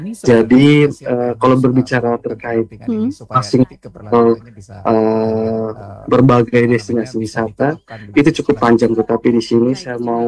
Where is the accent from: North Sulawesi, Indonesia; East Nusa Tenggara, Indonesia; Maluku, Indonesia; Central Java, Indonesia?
East Nusa Tenggara, Indonesia; Jadi menurut saya tidak malu ketika saya berasal dari Nusa Tenggara Timur, maka saya sangat bangga